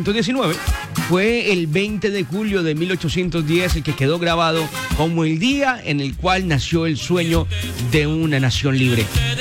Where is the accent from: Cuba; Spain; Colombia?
Colombia